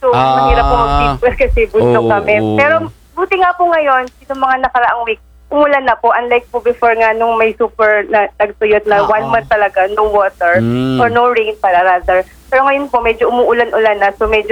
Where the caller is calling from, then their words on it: Northern Mindanao, Philippines; dito po sa amin, kung naalala niyo po yung mga nakaraan, dyan po sa Luzon, binabaha dito sa amin sa Mindanao, grabe yung init.